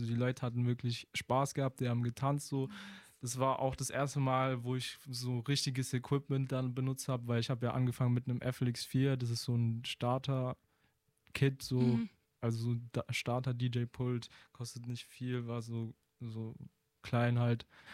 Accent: Karlsruhe, Baden-Württemberg, Germany; ich bin hier geboren, in Karlsruhe und auch aufgewachsen.

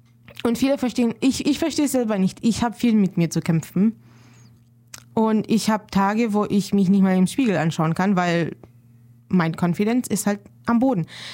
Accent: Romania; moved away; ich komme aus dem Balkan, ich komme aus Rumänien.

